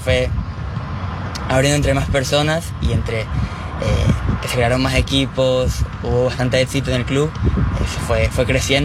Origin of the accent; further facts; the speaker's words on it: Venezuela; moved away; yo llegué acá desde Venezuela